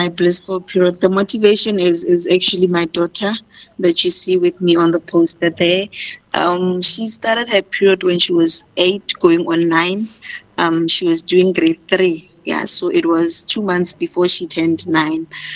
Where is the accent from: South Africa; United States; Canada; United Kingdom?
South Africa; North West Province, North West; I'm born and bred in Makau in the Northwest Province.